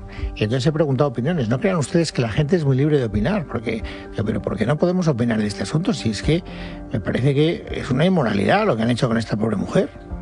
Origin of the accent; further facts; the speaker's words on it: Valencian Community, Spain; Esto ya pues hace que a mí me caiga bien, porque yo soy valenciano.